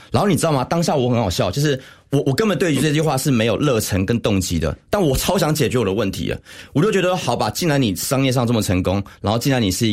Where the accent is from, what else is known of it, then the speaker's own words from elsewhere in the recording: Taichung, Taiwan; 我马上就是从台北就回到台中，因为我是台中人，台中，然后就是订一个五星级饭店。